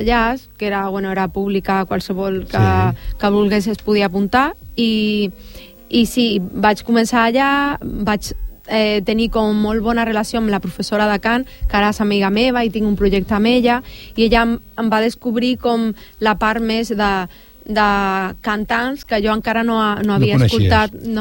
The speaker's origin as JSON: {"language": "Catalan", "town": "Málaga", "region": "Andalusia", "country": "Spain", "second_language": "Catalan", "said": "la manera de pronunciar és molt diferent a l'andalús, precisament, perquè jo vinc de Màlaga i em va costar molt la sonoritat"}